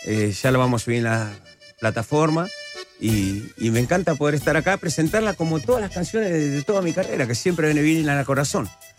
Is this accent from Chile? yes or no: yes; Chile; Chileno, voy a cantar con … que soy chileno